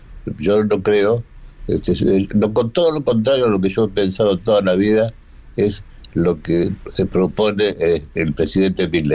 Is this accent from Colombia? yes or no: no; Argentina; Ahí somos todos argentinos